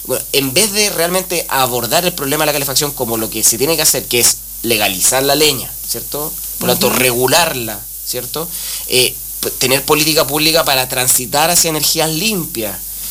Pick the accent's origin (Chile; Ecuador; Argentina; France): Chile; como chilenas y chilenos